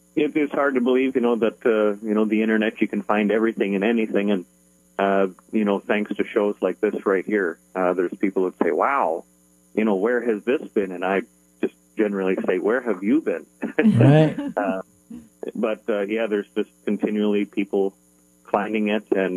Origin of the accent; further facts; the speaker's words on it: Canada; Due to the exclusive content or rare content, I'm originally from Canada, and a lot of that mus